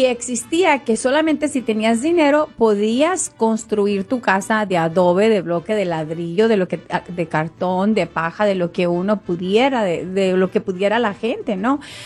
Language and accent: Spanish; San José de Moritos, Durango, Mexico; now in United States; y de donde yo vengo, bien orgullosa, San José de Moritos, Durango, soy de Durango.